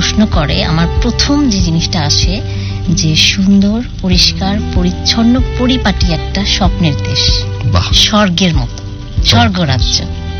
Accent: Bangladesh; moved away as an adult; now in Japan; বাংলাদেশেও শিক্ষকতা পেশায় ছিলাম 5.5 বছর টিচিং এ থেকে তারপর জাপানে গিয়ে, তো আমার বেশি ভালো লাগে এটা যে আমি একজন বাংলাদেশি এবং জাপানিজ স্কুলে ইংলিশ পড়াই।

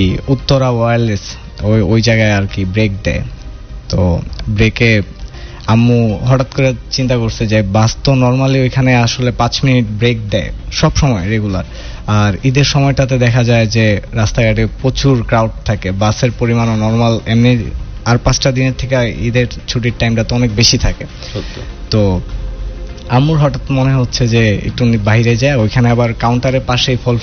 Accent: Narayanganj, Dhaka Division, Bangladesh; also born or lived in Mymensingh; আমি মাইনসিং থেকে বিলং করি, আর ছোটবেলার থেকে বেড়ে ওঠা নারায়ণগঞ্জে আমার আব্বুর জব পারপাসের কারণে আর কি।

